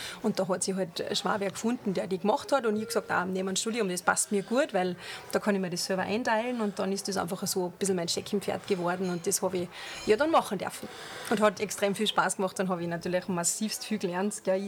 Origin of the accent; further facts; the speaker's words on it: Fusch, Salzburg, Austria; Genau, ich bin dann 5 Jahre in der Modeschule gewesen in Hallein draußen, habe dann maturiert.